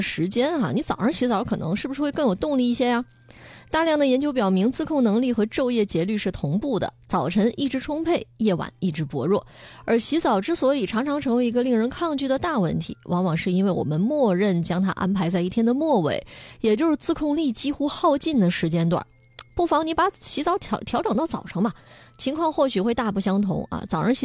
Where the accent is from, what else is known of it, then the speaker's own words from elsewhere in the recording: northern China, China; 但是那我们是身为北方人嘛，